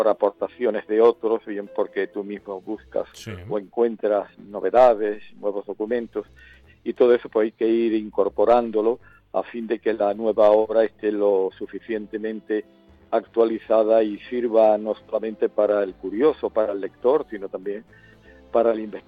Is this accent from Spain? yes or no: yes; Cádiz, Andalusia, Spain; yo lo digo desde el punto de vista ya como historiador, también como gaditano, claro